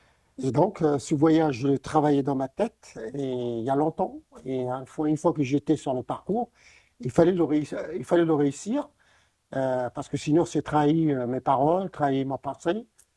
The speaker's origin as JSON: {"language": "French", "country": "Morocco", "tie": "born there", "said": "je suis né au Maroc"}